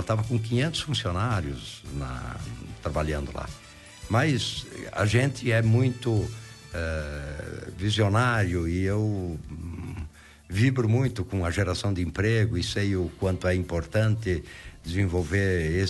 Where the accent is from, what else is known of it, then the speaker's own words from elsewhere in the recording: Concórdia, Santa Catarina, Brazil; eu sou filho de agricultor, eu nasci em Concórdia e durante o período que eu morava lá em Concórdia, nós somos uma família grande, uma família de 11 irmãos.